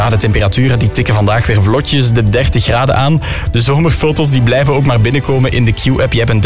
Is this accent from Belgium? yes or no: yes; Belgium